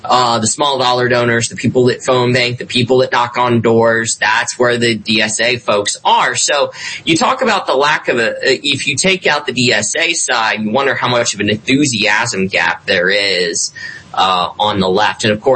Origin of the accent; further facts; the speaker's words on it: Pennsylvania, United States; Pennsylvania.